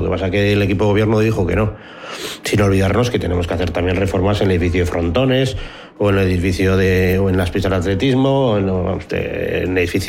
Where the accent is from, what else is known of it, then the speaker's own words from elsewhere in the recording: Getxo, Basque Country, Spain; Yo soy de Bidezabal, o sea, de Sarricobaso, de un barrio del Bajo Manhattan.